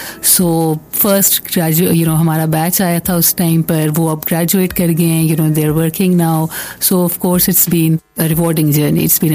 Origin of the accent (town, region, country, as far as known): Pakistan